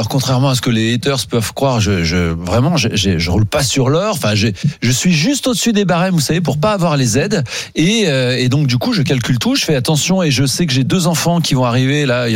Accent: Grand Est, France; je suis lorrain d'origine, oui, aussi

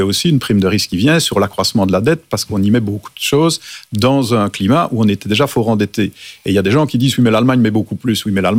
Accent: Wallonia, Belgium; et plutôt la Wallonie, je suis wallon, que la Flandre

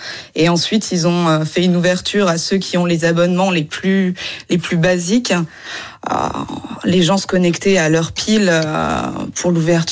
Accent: Grand Est, France; en plus en tant qu'Alsacienne, forcément, avec le boss

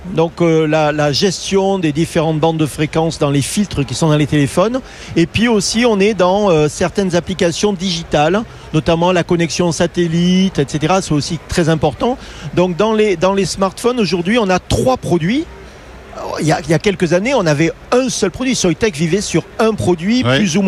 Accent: France; c'est pas parce que je suis français que je le dis

